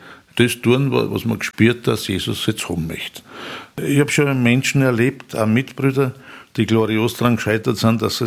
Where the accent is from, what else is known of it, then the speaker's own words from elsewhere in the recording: Upper Austria, Austria; Wir haben da eher Ebene, aber wenn ich in meine Heimat fahre, da fängt dann der Kobernaußerwald an und so, da wird schon sehr hügelig und waldig.